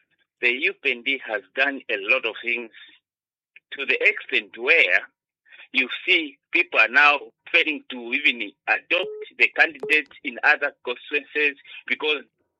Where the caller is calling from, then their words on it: Lusaka, Lusaka Province, Zambia; I'm calling you here in Lusaka, sir.